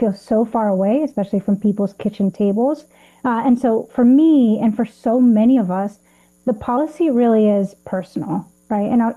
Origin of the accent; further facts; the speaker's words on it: Los Angeles, California, United States; So I grew up in Los Angeles. My family actually used to drive to Tijuana, to Mexico, cross the border in order to get medical help, to get healthcare.